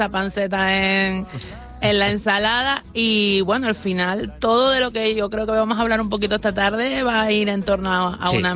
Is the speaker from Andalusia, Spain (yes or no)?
no; Güímar, Canary Islands, Spain; Yo, por ejemplo, soy de Güímar